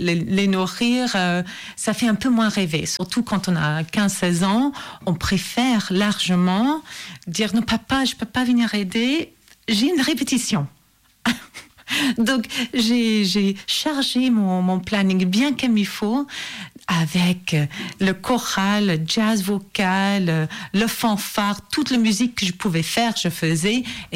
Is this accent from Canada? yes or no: yes; Regina, Saskatchewan, Canada; moved away; Je suis canadienne. Je suis canadienne et je viens des prairies du Canada. Donc, il fait chaud l'été, il fait très froid l'hiver, c'est tout plat. Il y a beaucoup d'agriculture en Saskatchewan.